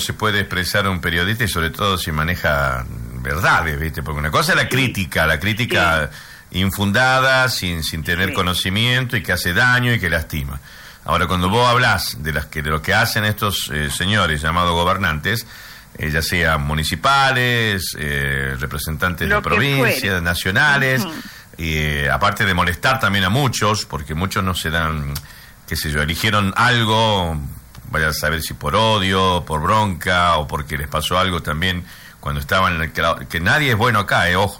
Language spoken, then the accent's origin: Spanish; Argentina; Como buenos argentinos que somos.